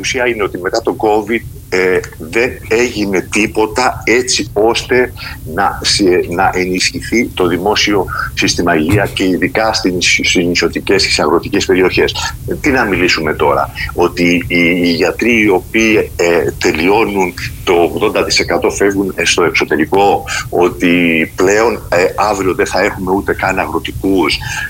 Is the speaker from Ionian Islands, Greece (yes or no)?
yes; Zakynthos, Ionian Islands, Greece; moved away as an adult; εδώ πέρα μεγάλωσα, εδώ είναι η ζωή μου, το αγαπάω το νησί μου